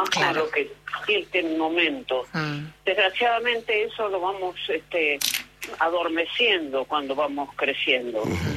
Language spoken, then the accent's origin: Spanish; Buenos Aires, Argentina; also born or lived in Mar del Plata; No, muy temprano, me fui muy temprano, así que soy porteña, digamos.